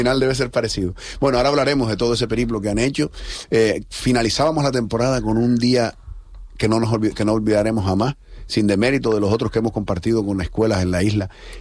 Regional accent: Canary Islands, Spain

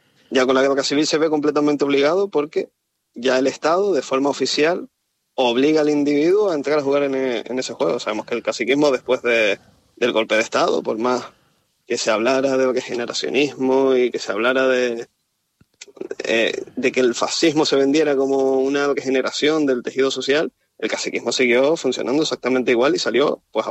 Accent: Canary Islands, Spain; en Santa Cruz de Tenerife, porque yo soy de Tenerife

